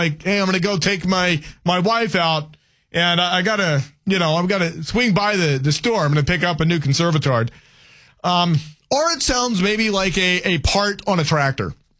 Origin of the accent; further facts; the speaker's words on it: Louisiana, United States; I'm a Cajun. I identify more as a Cajun. I'm actually more of a cactus, you know, because I'm, you know, kind of Cajun, kind of Kunas.